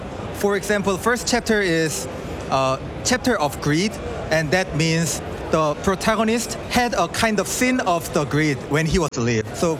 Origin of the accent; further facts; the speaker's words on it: South Korea; Yeah, I'm from South Korea, the game director of the Hellpunk Purgatorium.